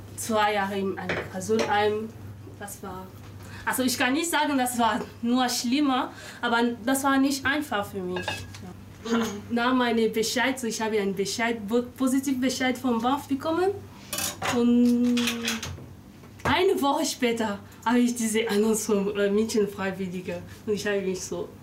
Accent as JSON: {"language": "German", "country": "DR Congo", "second_language": "German", "moved": "yes", "lives_now": "Munich, Germany", "said": "ich komme aus Demokratischer Republik Kongo."}